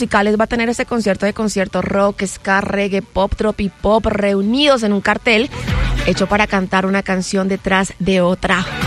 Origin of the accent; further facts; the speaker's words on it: Cartagena, Bolívar, Colombia; now in Bogotá, Colombia; Un pedacito de Cartagena en Bogotá. Aparte de mí, claro